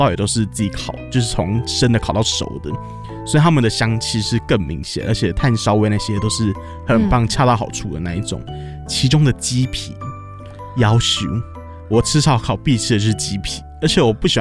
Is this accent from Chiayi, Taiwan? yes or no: no; Luzhou, New Taipei, Taiwan; 其实我家离淡水没有很远，我家就在泸州，而且我是土生土长的泸州人。